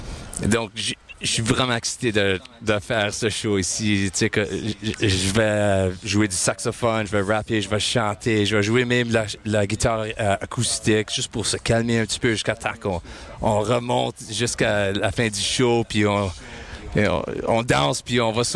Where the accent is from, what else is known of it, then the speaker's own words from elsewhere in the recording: Manitoba, Canada; je suis francophone d'ici.